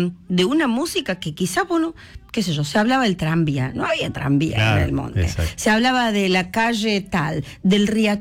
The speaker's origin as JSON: {"language": "Spanish", "town": "Cruz del Eje", "region": "Córdoba", "country": "Argentina", "said": "Yo soy de Cruz del Eje, claro."}